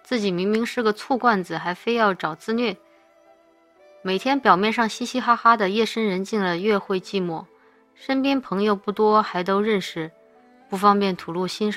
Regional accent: Chongqing, China; now in Shanghai, China; 我在上海就经常吃了一些火锅，觉得很想让上海人民体会一下我们家乡正宗的重庆火锅

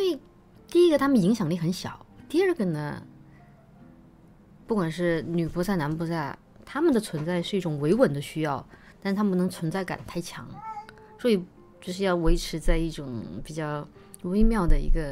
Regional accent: China; 我们中国人

